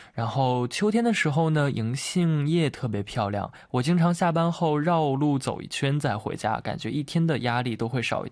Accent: Qingdao, Shandong, China; 就是因为我是从青岛过来的嘛

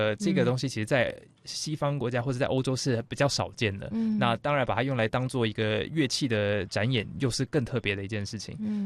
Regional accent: Taiwan; 韩国人可能也有扇子，但可能也不像我们台湾人，或是就是我们会那么常用到这个东西。

